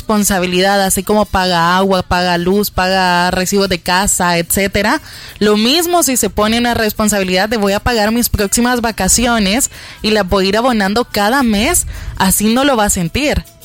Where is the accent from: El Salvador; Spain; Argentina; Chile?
El Salvador; Yo siempre lo he dicho, como salvadoreños, creo que solo así trabajamos súper bien